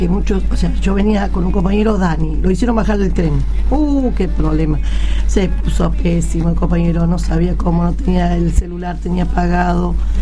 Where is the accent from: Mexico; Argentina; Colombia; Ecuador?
Argentina; Villa Celina, Buenos Aires Province; Yo vengo de Villa Celina